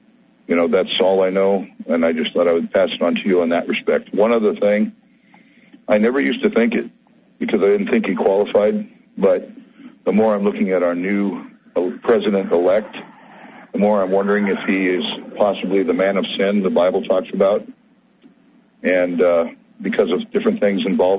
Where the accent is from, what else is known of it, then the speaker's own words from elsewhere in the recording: Las Vegas, Nevada, United States; I'm an evangelist from Las Vegas, Nevada.